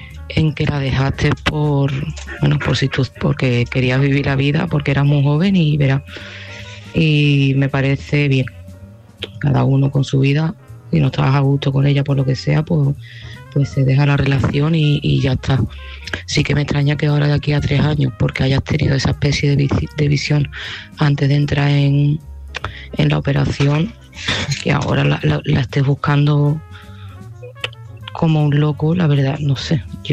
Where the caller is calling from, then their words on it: Seville, Andalusia, Spain; de Sevilla